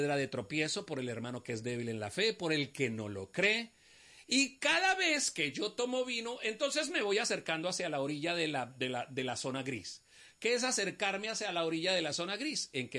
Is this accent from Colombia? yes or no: yes; Colombia